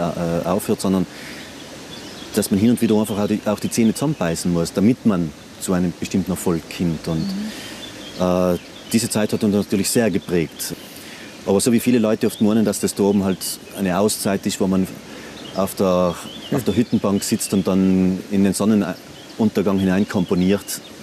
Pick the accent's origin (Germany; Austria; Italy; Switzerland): Italy; Trentino-Alto Adige; die war nach größeren Almen entweder in der Schweiz oder bei uns in Südtirol.